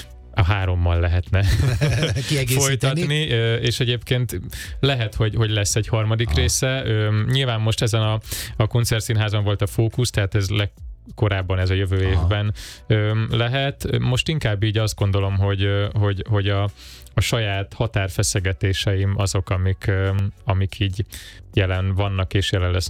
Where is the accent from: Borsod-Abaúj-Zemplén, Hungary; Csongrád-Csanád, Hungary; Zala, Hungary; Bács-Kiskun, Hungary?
Zala, Hungary; moved away; egy zalai faluból származom, ahol nagyon elfogadó közegben és szoros közösségben nőttem fel, aztán elkerültem a városba